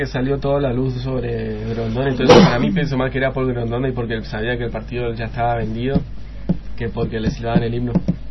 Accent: Argentina; porque somos argentinos

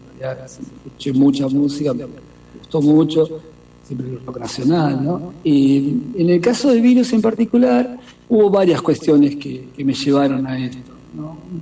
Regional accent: La Plata, Buenos Aires Province, Argentina; Y yo soy acá de La Plata, o sea que en realidad yo soy de 1970, ¿sí?

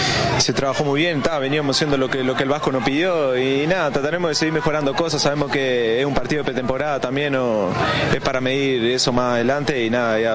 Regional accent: Uruguay; now in Argentina; soy uruguayo

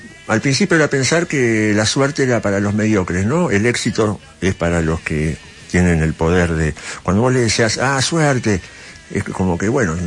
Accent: Ciudad Evita, Buenos Aires Province, Argentina; yo vengo de Ciudad de Vita, soy un pibe clase media baja

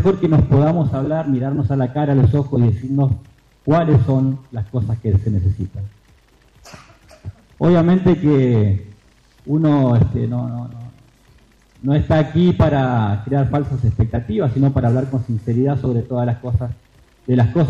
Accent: Junín de los Andes, Neuquén, Argentina; Soy un vecino de Junín de los Andes, me crié en el barrio Primeros Pobladores, vecino con Andrés.

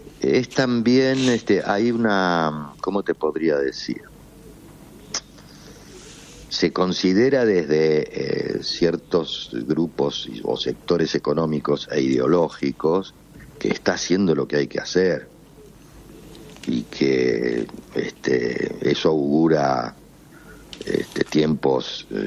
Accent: Argentina; now in Spain; No soy español. Claro. Entonces, no lo vivo con la, ¿cómo te puedo decir?, con la intensidad con la que yo podía vivir en la Argentina.

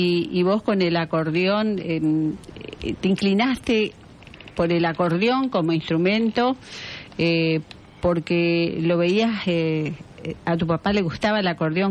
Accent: Reconquista, Santa Fe, Argentina

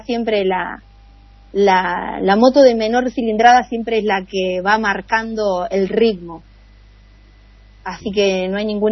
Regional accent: Santo Tomé, Argentina; Yo soy de Santo Tomé

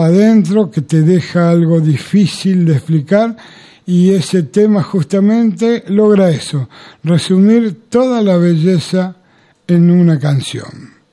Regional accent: Buenos Aires, Argentina; Yo no soy de allá, soy de acá, de Buenos Aires, pero he tenido la suerte de ir varias veces y cada vez me emociono lo mismo

